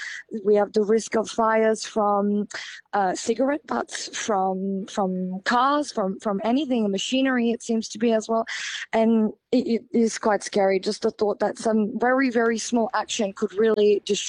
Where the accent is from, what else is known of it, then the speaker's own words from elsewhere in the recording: Australia; now in France; I'm Australian. So I lived through a similar thing in when we had the huge fires in 2020 in Australia.